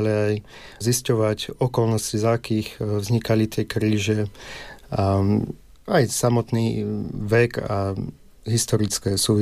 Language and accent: Slovak; Hriňová, Banská Bystrica Region, Slovakia; Tým, že pochádzam z Hriňovej